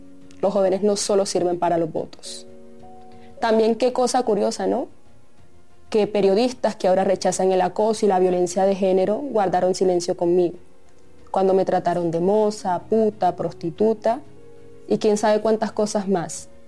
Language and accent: Spanish; Codazzi, Cesar, Colombia; Yo soy una pelada de 24 años. Nací en Codazzi, en el Cesar, y hasta fui reina del carnaval de mi pueblo, pa' que vean.